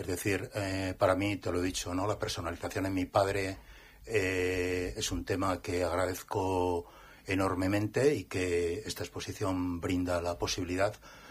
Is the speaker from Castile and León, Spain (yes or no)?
no; Esquivias, Castilla-La Mancha, Spain; born there; en la zona de Toledo, en un pueblito, Esquivias, mi pueblo, pueblo hermanado con Alcalá de Henares